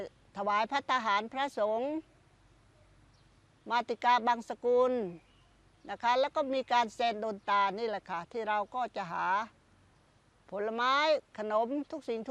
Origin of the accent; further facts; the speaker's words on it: Ta Phraya, Sa Kaeo, Thailand; แต่คุณแม่เป็นคนไทยค่ะคุณแม่เป็นคนแถวบุรีรัมย์แล้วก็มาก็เจอคุณพ่อก็สมรสกันนะคะก็มีบุตรซึ่งดิฉันก็เกิดที่นี่ตอนนี้อายุ62ปีก็ถือว่าอยู่62ปีแล้วล่ะ